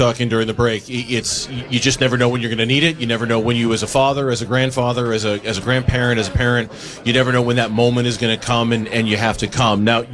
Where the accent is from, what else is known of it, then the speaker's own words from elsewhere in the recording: Arizona, United States; like me, is an Arizona native